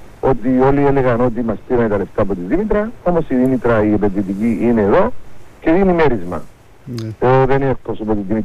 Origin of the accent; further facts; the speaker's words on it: Cyprus